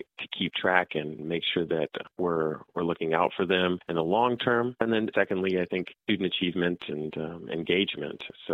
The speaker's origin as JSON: {"language": "English", "area": "Benzie County", "region": "Michigan", "country": "United States", "tie": "born or raised there", "said": "I'm from Benzie County. I went to Platte River Elementary School and grew up in the area and graduated from Benzie Central High School"}